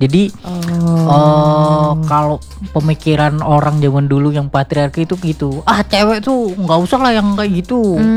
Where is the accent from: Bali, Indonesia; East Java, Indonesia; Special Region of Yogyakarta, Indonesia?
Bali, Indonesia; Kan kalau misalnya aku kan warga Bali yang enggak Bali banget.